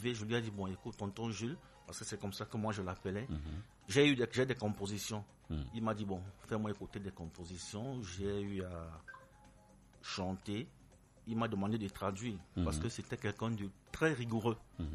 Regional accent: Littoral, Cameroon; Je chante en Douala, je suis en Douala.

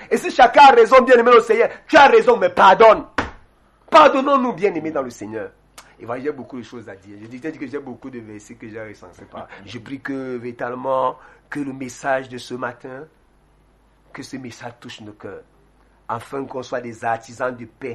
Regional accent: Cameroon; on a grandi ici en Konongo. Je parle Lombo

